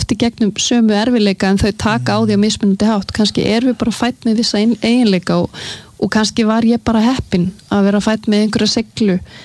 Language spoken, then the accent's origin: Icelandic; Sweden; born or raised there